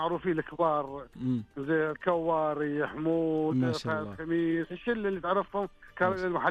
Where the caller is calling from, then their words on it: United Arab Emirates; من الامارات.